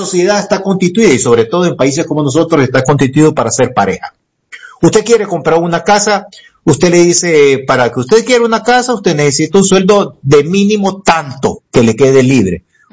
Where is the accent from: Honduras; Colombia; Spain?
Honduras; moved away; Nosotros somos la cenicienta de Centroamérica.